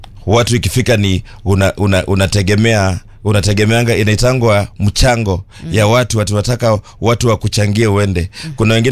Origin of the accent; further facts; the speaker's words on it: Nairobi, Kenya; mimi nimetoka Madhare.